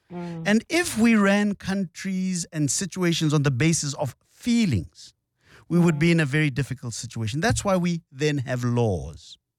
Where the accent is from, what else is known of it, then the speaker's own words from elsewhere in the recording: South Africa; our law, the South African law, says that if a child is born of one of the parents being South African